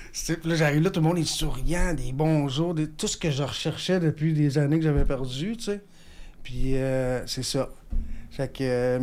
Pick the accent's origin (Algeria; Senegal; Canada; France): Canada; Quebec City, Quebec; je disais que j'étais de Québec.